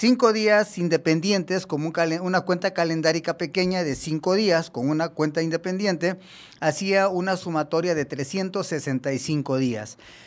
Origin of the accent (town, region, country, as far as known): Mexico